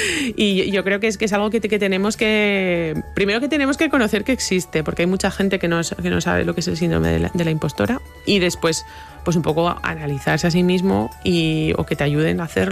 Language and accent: Spanish; La Tala, Castile and León, Spain; Mi pueblo, que se llama La Tala y que está en la provincia de Salamanca.